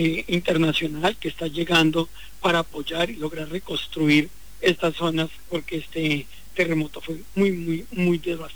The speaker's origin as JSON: {"language": "Spanish", "region": "Bogotá", "country": "Colombia", "moved": "yes", "said": "Nosotros somos de Bogotá"}